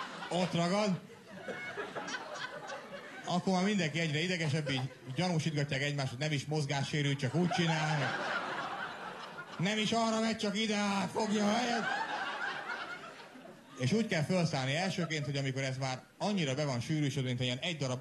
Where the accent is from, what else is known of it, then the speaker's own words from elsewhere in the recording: Szentes, Csongrád-Csanád, Hungary; born there; moved away; Szentesiek vagyunk, mert nem vagyunk budapestiek. El szoktam mondani ez, amire Budapesten azt mondják, hogy vidéki, ott meg az, hogy nem vagyok budapesti